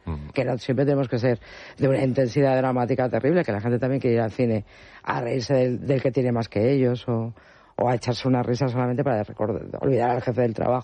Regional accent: Spain; Los Domingos la entiendo perfectamente porque está en nuestra forma de ser como españoles.

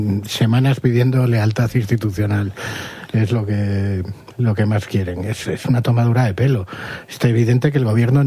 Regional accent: Spain; el resto de ciudadanos que somos como ellos, españoles, exactamente igual

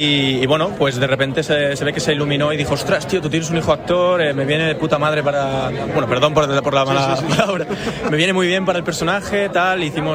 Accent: Barcelona, Catalonia, Spain; No, yo soy de Barcelona.

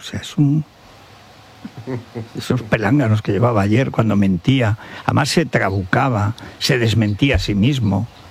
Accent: Aragon, Spain; el otro día vi que había unos rebaños en Guadalaviar, al lado de mi pueblo, que van a Jaén, a fincas de Jaén.

